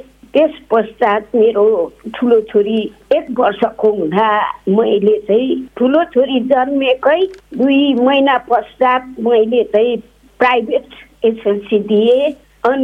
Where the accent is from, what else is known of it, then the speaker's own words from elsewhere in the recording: Manebhanjang, West Bengal, India; born there; मेरो जन्म चाहिँ खास भन्नु पर्दा दार्जिलिङको माने भन्ज्याङमा 2019 सालमा भएको थियो।